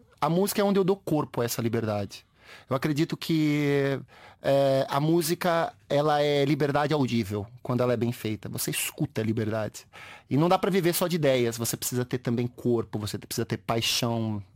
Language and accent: Portuguese; Brazil; born or raised there; now in Portugal